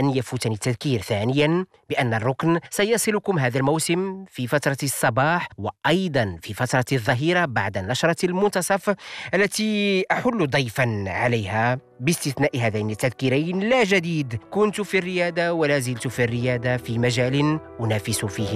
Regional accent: Morocco; هذا الفيلم صور الجزء الأكبر منه عندنا في المغرب

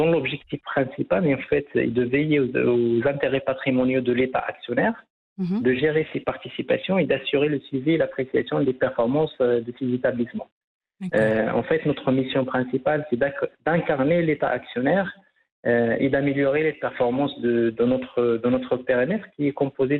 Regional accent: Agadir, Souss-Massa, Morocco; on voulait avec ma femme qui est de Fès et moi je suis d'Agadir.

